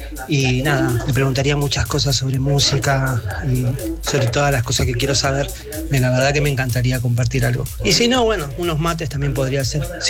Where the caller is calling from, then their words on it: San Martín, Buenos Aires Province, Argentina; de San Martín.